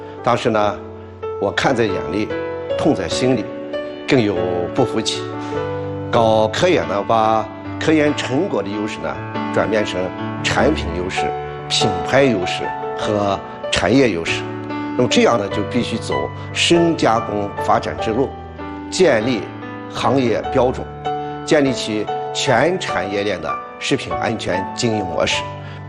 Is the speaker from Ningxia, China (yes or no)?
yes; Zhongning, Ningxia, China; 宁夏中宁人，我的老家呢是宁夏枸杞的核心产区周塔乡，我们世代种枸杞，子承父业，代代相传